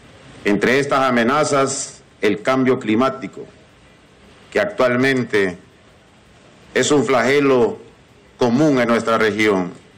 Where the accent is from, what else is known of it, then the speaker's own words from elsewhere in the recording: Honduras; como hondureños siempre hemos soñado